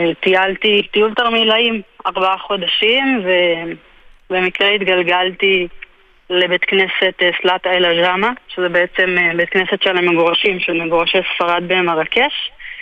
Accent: Jerusalem District, Israel; וגדלתי בכפר הירושלמי וספגתי במהלך הילדות והנעורים שלי הרבה מסורות ירושלמיות בבתי הכנסת השונים.

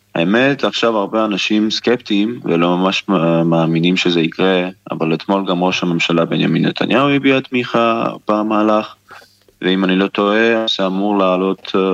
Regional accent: Petah Tikva, Central District, Israel; born there; נולדתי בפתח תקווה להורים עולים, אבא שלי ארמני ואמא שלי יהודיה. אבא שלי הגיע לישראל דרך הכנסייה הארמנית

